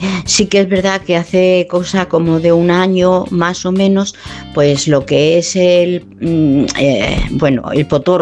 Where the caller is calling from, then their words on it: Madrid, Community of Madrid, Spain; de Madrid y te voy a contar.